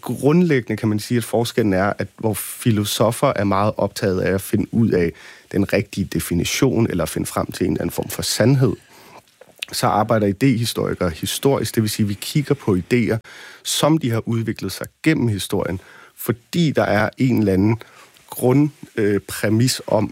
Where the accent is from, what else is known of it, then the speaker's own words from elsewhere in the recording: Copenhagen, Capital Region of Denmark, Denmark; Og nu er jeg jo selv fra København, født og opvokset.